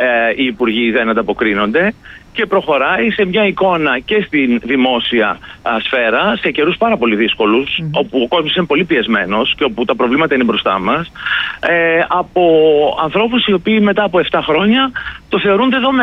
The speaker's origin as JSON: {"language": "Greek", "town": "Thessaloniki", "region": "Central Macedonia", "country": "Greece", "said": "εγώ, αν θέλετε, σας τα λέω ως Θεσσαλονικιός."}